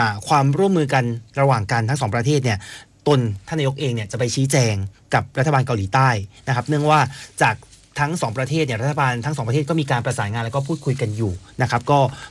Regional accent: Chaiyaphum, Thailand; บ้านผมเนี่ยคือผมเป็นคนชัยภูมินะพี่จ๊อบ

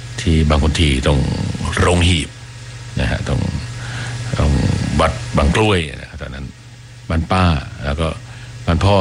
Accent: Bangkok, Thailand; ก็ตอนไปอยู่กันกับน้องสาวซึ่งเราก็เป็นเด็กกรุงเทพนะฮะที่มีไฟฟ้าแล้วแล้วก็มีโทรทัศน์ดู

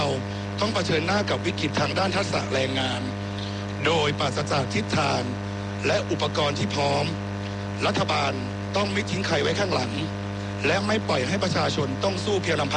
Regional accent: Kalasin, Thailand; ผมเองเป็นคนกาฬสินธุ์เกิดที่จังหวัดกาฬสินธุ์โตที่กาฬสินธุ์

